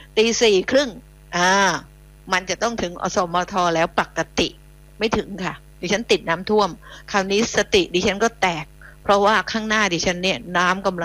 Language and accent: Thai; Phuket, Thailand; born there; now in Bangkok, Thailand; แต่จริงอ่ะดิฉันน่ะเกิดจริงดิฉันเกิดถนนดีบุกจังหวัดภูเก็ตเนอแต่ช่วงนี้ดิฉันอยู่กรุงเทพ